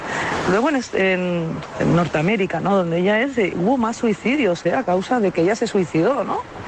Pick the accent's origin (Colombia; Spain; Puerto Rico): Spain; Sitges, Catalonia